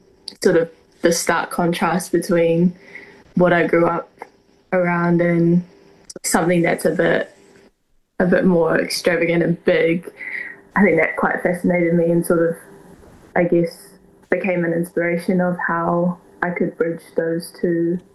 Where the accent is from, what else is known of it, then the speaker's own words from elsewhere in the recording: Wainuiomata, Wellington, New Zealand; I grew up in Waniomata, which is a pretty small but like tight-knit community.